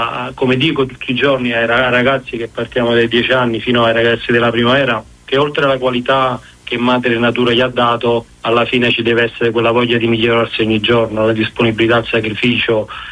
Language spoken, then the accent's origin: Italian; Naples, Campania, Italy; soprattutto per me da napoletano